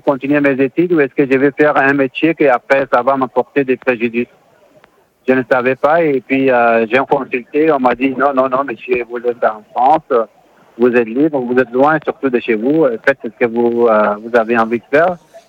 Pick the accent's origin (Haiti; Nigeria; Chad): Chad; north; moved away as an adult; also born or lived in Algeria; Donc moi, je viens du nord du Tchad, donc je fais partie d'une famille nomade sédentarisée.